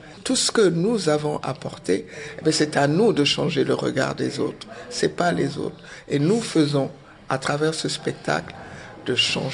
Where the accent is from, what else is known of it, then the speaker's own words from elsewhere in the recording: Senegal; also born or lived in Benin; Je suis née au Bénin et j'ai grandi au Sénégal.